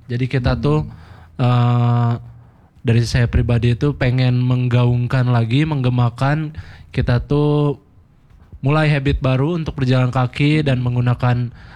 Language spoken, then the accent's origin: Indonesian; Bandung, West Java, Indonesia; sebagai warga Bandung, citizen yang utuh